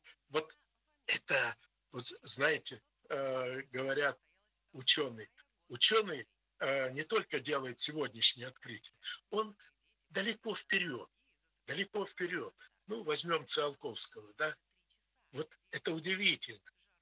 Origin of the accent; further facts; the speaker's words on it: Siberia, Russia; за свою любимую Сибирь, за ту территорию, на которой мы живем. Сибиряки – это гордое такое.